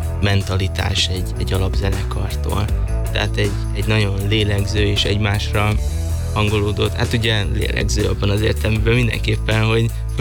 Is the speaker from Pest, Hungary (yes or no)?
no; Veszprém, Veszprém County, Hungary; én Veszprémi vagyok.